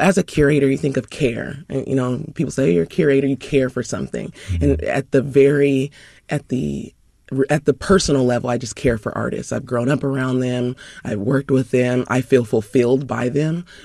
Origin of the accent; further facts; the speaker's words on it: Sacramento, California, United States; growing up in Sacramento